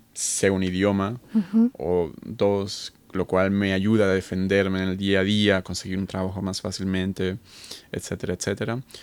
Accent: Colombia; also born or lived in Spain; O sea, yo soy colombiano-español, ustedes son chilenos

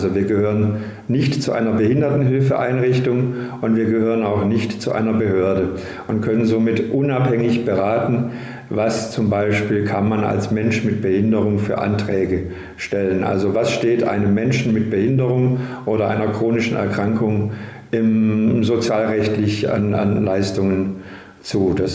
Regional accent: Kirchentellinsfurt, Baden-Württemberg, Germany; born there; also born or lived in Tübingen / Stuttgart / Marburg / Ludwigsburg; Ich bin zwar gebürtiger Tübinger, in Kirchentellinsfort aufgewachsen, habe aber meine Grund-, Haupt- und Realschule in Stuttgart besucht, auf der Schule für Sehbehinderte, habe mein Abitur an der Deutschen Blinden Studienanstalt in Marburg gemacht, habe in Ludwigsburg studiert

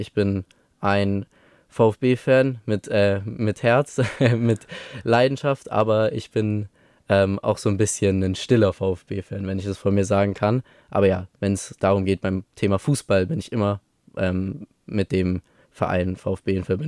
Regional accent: Stuttgart, Baden-Württemberg, Germany; born there; Also ich bin tatsächlich, auch wenn wir irgendwo im Nirgendwo im Ausland waren, bin ich in Stuttgart geboren worden.

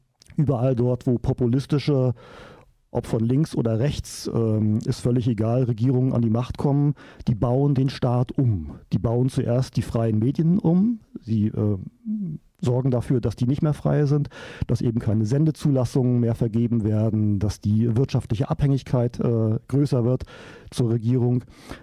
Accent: East Germany, Germany; born or raised there

